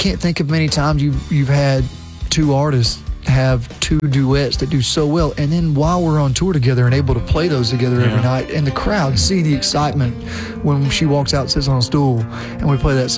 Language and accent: English; Alabama, United States; For one, I love to see my home state of Alabama winning.